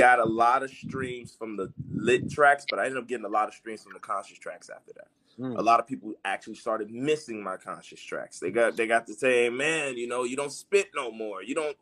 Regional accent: Chicago, Illinois, United States; I'm from Chicago, man. My mama from Eaglewood.

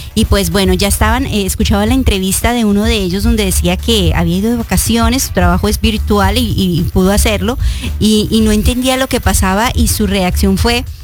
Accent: Colombia; now in South Florida, United States; saben que nosotros somos colombianos

